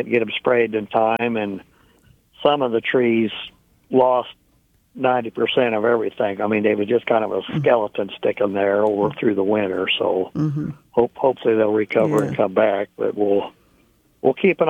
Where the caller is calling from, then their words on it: Kansas, United States; from Kansas.